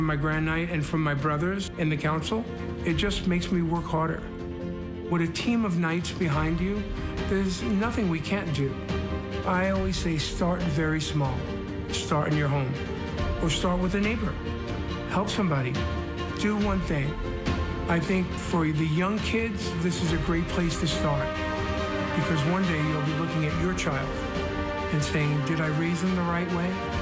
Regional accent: New York City, New York, United States; Growing up in Brooklyn, New York, we had no heat in our bedrooms.

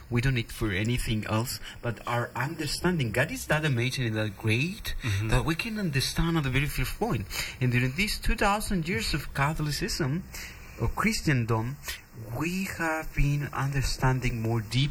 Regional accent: Tepatitlán, Jalisco, Mexico; English is a second language; moved away; I was born and raised in Tepatitlan, Jalisco, Mexico. In Mexico, that lands are lands of martyrs, mm-hmm. many martyrs in there. And our faith is very religious.

